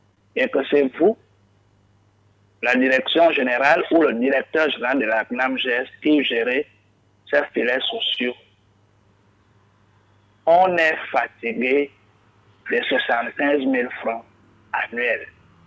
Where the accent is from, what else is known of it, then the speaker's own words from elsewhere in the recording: Gabon; Vous êtes Gabonais, nous sommes des Gabonais, nous qui avions voté tous Olivier Nguema, y compris vous.